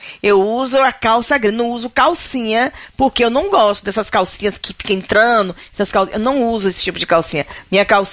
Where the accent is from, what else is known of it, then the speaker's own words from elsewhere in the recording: Bahia, Brazil; moved away; eu sou baiana, criado na Bahia e radicada aqui